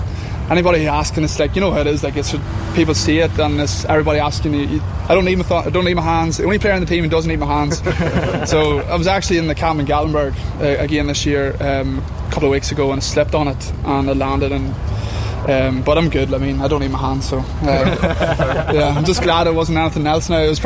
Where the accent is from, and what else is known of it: Mayobridge, Northern Ireland, United Kingdom